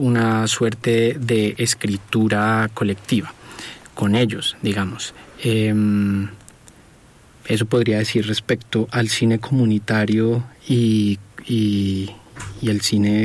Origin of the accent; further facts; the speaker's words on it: Colombia; somos colombianos, hemos vivido acá, entendemos nuestro contexto de violencia histórico